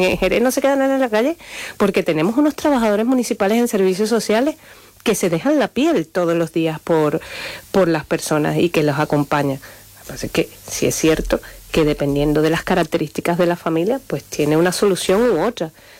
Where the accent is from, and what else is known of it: Venezuela